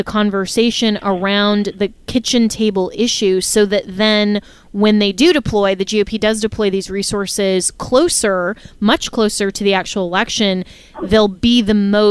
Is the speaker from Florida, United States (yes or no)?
yes; Florida, United States; here in my home state of Florida